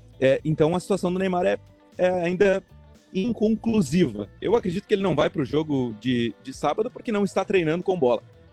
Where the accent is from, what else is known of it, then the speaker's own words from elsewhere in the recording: South Region, Brazil; nós que somos do Sul